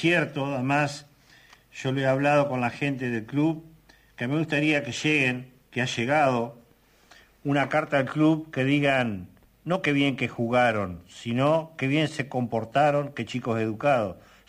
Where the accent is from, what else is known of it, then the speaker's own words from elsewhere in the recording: Concepción del Uruguay, Entre Ríos, Argentina; also born or lived in Colón; Si bien yo soy de acá de Concepción, nací en Colón, pero estuve 2 meses, soy de Concepción también.